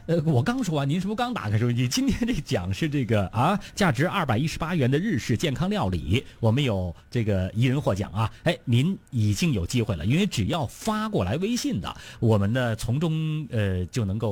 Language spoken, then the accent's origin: Chinese; Beijing, China; 咱们北京人啊，就是说那个有条件当然讲究了，就是即便没条件都穷讲究，